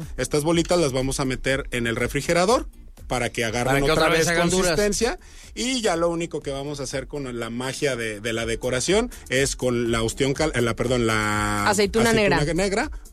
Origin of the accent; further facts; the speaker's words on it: Mexico; como mexicanos nos ¿cómo se puede decir? Nos encanta el argüende, nos encanta la comida